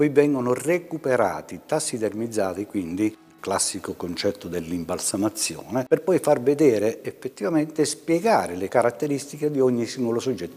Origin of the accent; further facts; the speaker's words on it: Calabria, Italy; now in Apulia, Italy; Io non sono un pugliese, io sono prestato alla Puglia, sono calabrese, ma vivo qui da 40 anni. Quello che ho trovato è una similitudine, un modo di vivere quasi uguale al mio, che è la parte del Pollino